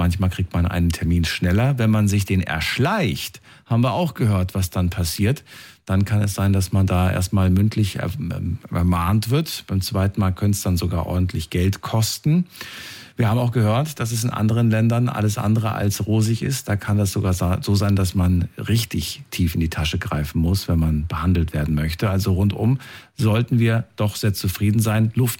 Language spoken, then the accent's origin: German; Germany; born there